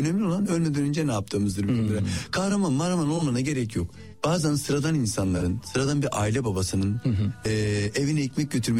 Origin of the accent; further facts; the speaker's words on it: Adana, Turkey; Fakir bir aile. Canım Adana'nın ben varoş mahallesinde işte gettosu, Koca Vezir denilen bir yerdir. Böyle orada yetiştim. Şimdi genelde Suriyeli, Afganların da olduğu bir yer. Yani öyle bir yerde yetiştim.